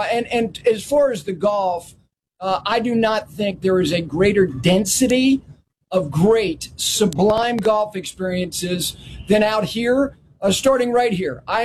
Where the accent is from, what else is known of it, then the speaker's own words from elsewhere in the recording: New Jersey, United States; I grew up on the Jersey side of things.